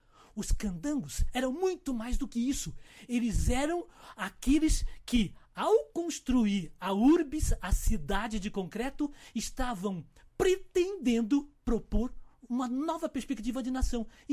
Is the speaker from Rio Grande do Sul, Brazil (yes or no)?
yes; Porto Alegre, Rio Grande do Sul, Brazil; eu sou de Porto Alegre.